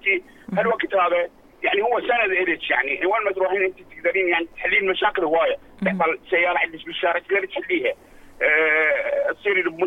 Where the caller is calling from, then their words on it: Baghdad, Baghdad Governorate, Iraq; من بغداد.